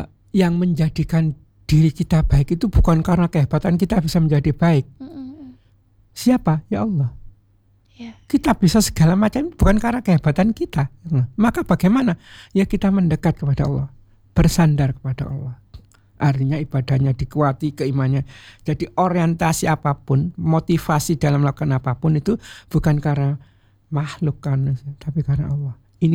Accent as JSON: {"language": "Indonesian", "region": "Java", "country": "Indonesia", "said": "saya dari Jawa Mbak ya, asli Jawa."}